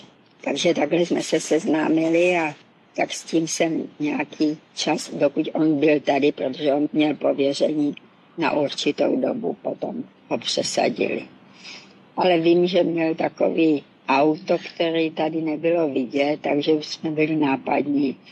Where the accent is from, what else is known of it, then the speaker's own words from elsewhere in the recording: Moravia, Czechia; moved away as an adult; now in Prague, Czechia; byla jsem z Moravy, nebyla jsem odsud, jako tu Prahu jsem vůbec neznala.